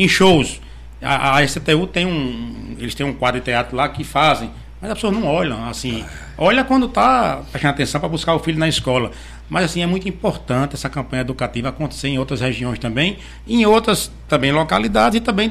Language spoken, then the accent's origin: Portuguese; Caicó, Rio Grande do Norte, Brazil; now in Natal, Brazil; É, eu sou natalense. Eu sou caicoense, sou natalense, já sendo natalense, um título que eu fui recebi na Câmara Municipal de Natal.